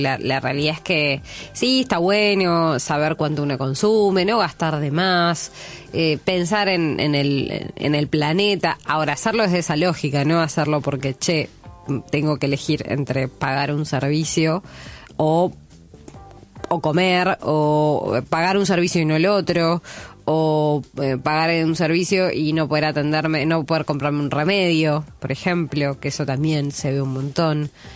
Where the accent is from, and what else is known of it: Argentina